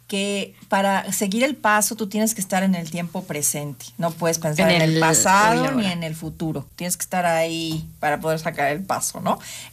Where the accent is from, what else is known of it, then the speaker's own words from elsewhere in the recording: Mexico; No, yo soy completamente mexicana.